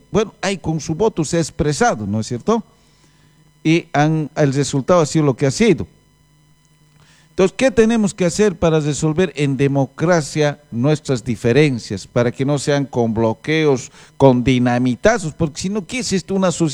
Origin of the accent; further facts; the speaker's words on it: Bolivia; podemos tener esas diferencias como bolivianos